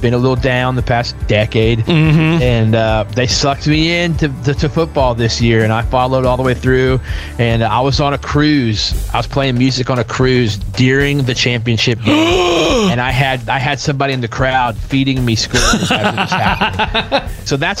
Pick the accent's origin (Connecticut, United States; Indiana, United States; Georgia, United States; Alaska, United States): Indiana, United States; But so I'm born and raised in Indiana.